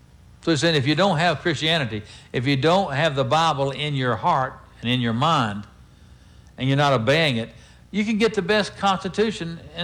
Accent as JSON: {"language": "English", "country": "United States"}